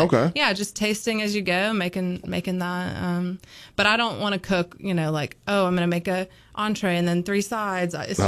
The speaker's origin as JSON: {"language": "English", "town": "Birmingham", "region": "Alabama", "country": "United States", "tie": "born or raised there", "said": "I grew up in Birmingham, and my grandma is from a really small town called Grove Hill, and it's in South Alabama, and we used to go there every summer"}